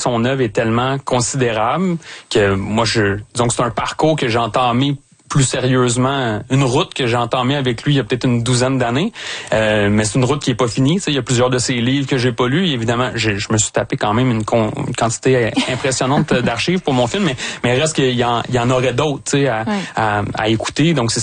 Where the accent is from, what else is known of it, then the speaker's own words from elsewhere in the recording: Pointe-aux-Trembles, Quebec, Canada; Moi, je viens de Pointe-aux-Trembles aussi. J'ai passé mon enfance, mon adolescence là.